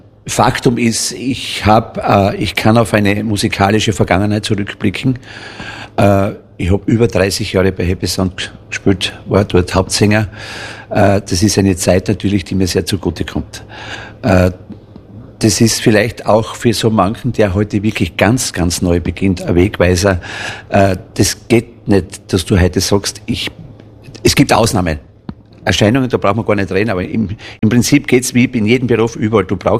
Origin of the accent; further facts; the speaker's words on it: Berndorf, Styria, Austria; accent: West Styrian; Ich bin ein Weststeiler. Manchmal hört man es eh ein bisschen durch. Nein, ich bin aus Berndorf bei Hitzendorf, schon seit ich auf der Welt bin. Bin dort geboren, also geboren in Stahlhofen, aber das ist ganz in der Nähe. Ja, und dort lebe ich, seit ich auf der Welt bin.